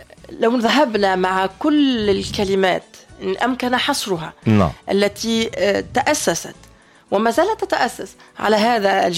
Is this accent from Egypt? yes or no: no; Tunisia; ما كانوش يتصوروا إلا أني تونسية، كانوا يعتقدون أنه جذوري أو عندي نسب أني من فلسطين